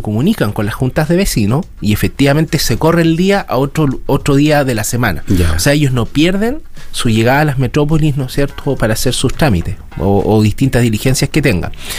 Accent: Punitaqui, Coquimbo, Chile; also born or lived in Ovalle; Soy abellino, pero me crié en Punitaqui. Tuve unos años muy lindos en Punitaqui.

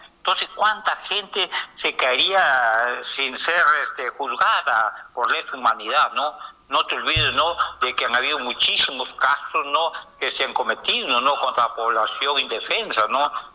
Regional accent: Peru; somos peruanos

